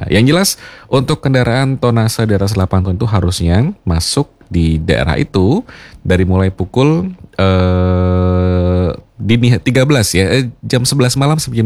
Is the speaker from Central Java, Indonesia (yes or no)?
yes; Semarang, Central Java, Indonesia; sebagai orang Semarang